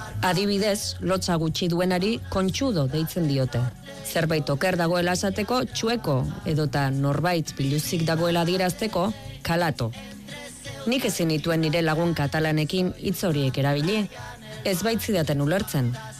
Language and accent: Basque; Peru; Kontua da nire hizkera aldatu nuenetik sare sozialetan kritika asko jaso ditudala Peruko jendearen partetik. Neure herrikideek egindakoak, vosotros esateagatik hain peruarra ez banintz bezala.